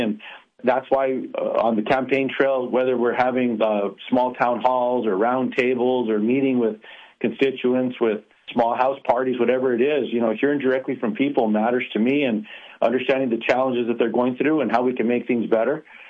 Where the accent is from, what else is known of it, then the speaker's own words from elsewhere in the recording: New Mexico, United States; Look, I'm very proud to be born and raised in New Mexico.